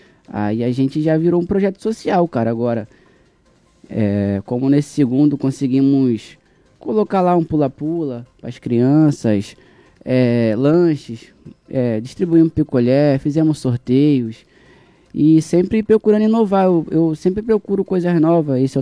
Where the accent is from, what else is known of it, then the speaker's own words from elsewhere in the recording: Arraial do Cabo, Rio de Janeiro, Brazil; also born or lived in Bom Jesus do Itabapoana; eu moro lá no morro desde criança, cara. Só não nasci lá, eu nasci em Bom Jesus de Itabapuana, mas só nasci também. Entendi. Aí vim pra Arraial novo, meus pais vieram pra Arraial, eu era novo. Moro lá minha vida toda